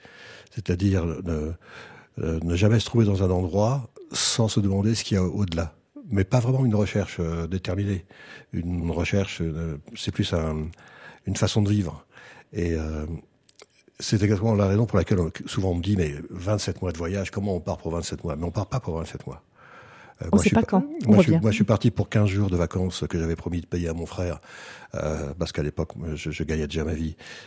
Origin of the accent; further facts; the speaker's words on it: France; je suis membre d'une diaspora, donc la diaspora arménienne. Je suis pas arménien, je suis français d'origine arménienne.